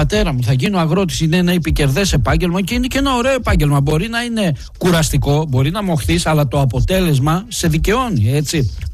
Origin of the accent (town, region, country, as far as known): Greece